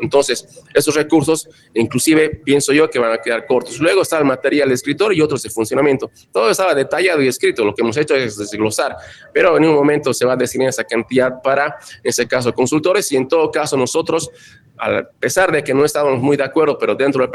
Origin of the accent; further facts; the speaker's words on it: Tarija, Bolivia; todos somos tarijeños